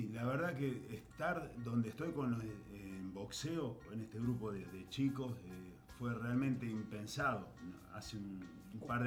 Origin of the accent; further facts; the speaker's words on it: Rivas, Buenos Aires Province, Argentina; born there; also born or lived in La Plata; Yo soy de La Plata, aunque me crié mucho en el campo. En un pueblo que se llama Rivas, tengo enormes recuerdos muy lindos de infancia y adolescencia. Están todos mis parientes, los vascos